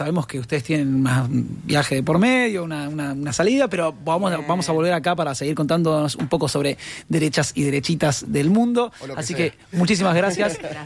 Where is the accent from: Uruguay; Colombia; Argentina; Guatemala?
Argentina; Buenos Aires; cuestionamientos como porteños y como argentinos